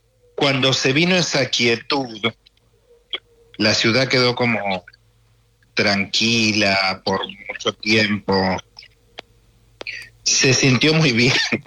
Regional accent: Lonquimay, La Pampa, Argentina; now in Los Angeles, United States; también soy de La Pampa.

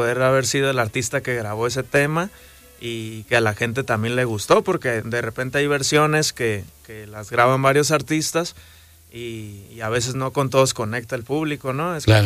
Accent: Tijuana, Baja California, Mexico; nosotros Ajá. somos de Tijuana

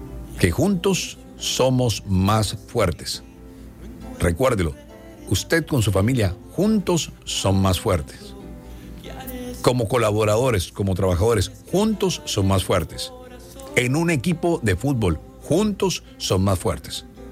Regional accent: Colombia; Eso es lo que tenemos que hacer como colombianos ahora mismo.

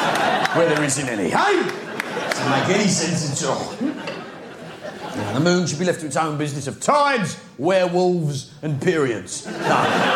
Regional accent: United Kingdom; Because you're a Yank and I'm British, yeah?

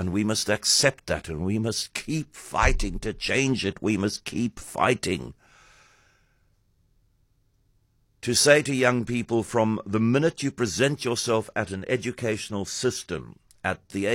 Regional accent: South Africa; as a South African citizen who wants the best for this country and its people

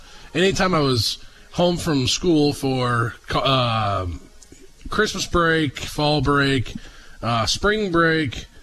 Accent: Oklahoma, United States; moved away as an adult; now in Bartlett, Illinois, United States; I am born and raised in Oklahoma, originally.

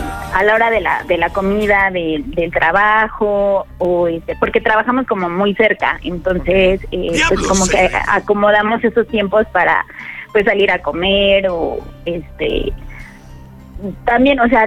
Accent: Azcapotzalco, Mexico City, Mexico; Soy de Azcapotzalco.

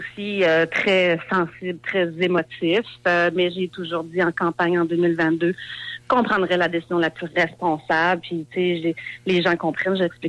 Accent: Rivière-du-Loup, Quebec, Canada; born there; Je suis née à Rivière-du-Loup, j'ai vécu à Rivière-du-Loup. Ma famille vient d'ici

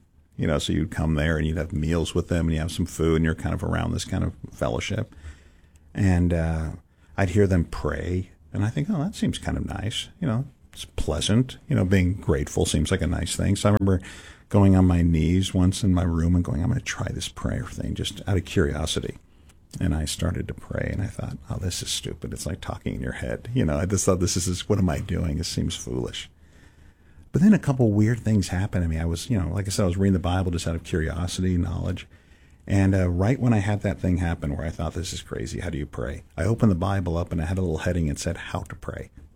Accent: San Francisco, California, United States; I'm growing up in San Francisco, so it's not like you're not in the middle of church culture.

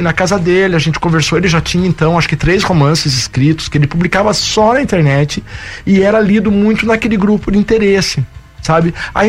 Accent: Curitiba, Paraná, Brazil; no Lindóia, que para mim é um bairro muito simbólico, de Curitiba. Lógico que eu nasci na Vila Cubas, depois a família toda no Novo Mundo, que a gente era todos os vizinhos ali, né, do Papa João XXIII, né, da escola.

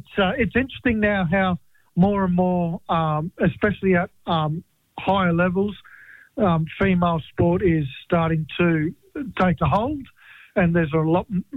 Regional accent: Queensland, Australia; I'm a Queenslander

